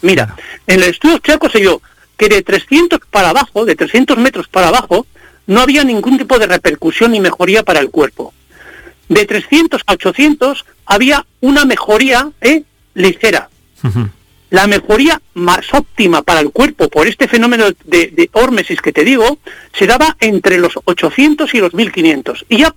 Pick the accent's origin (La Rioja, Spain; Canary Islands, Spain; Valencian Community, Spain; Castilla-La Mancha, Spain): La Rioja, Spain; now in Soria, Spain; yo soy riojano, nací en La Rioja. Uh-huh. Vivo en Soria desde hace más de 40 años.